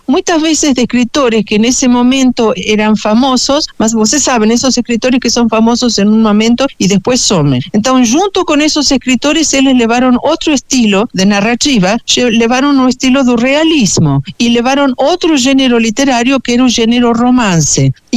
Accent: Argentina; Portuguese is a second language; now in Brazil; eu, quando vim morar no Brasil, eu sou argentina

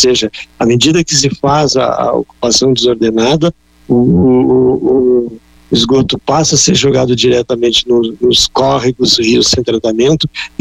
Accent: Porto Alegre, Rio Grande do Sul, Brazil; os rios de Porto Alegre, que é uma cidade que conheço bem, eu sou de Porto Alegre originalmente

